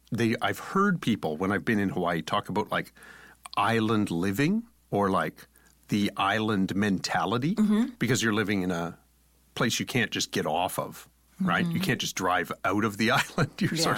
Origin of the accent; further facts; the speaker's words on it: Canada; now in Taiwan; because Canadians tend to identify with the northernness of our environment.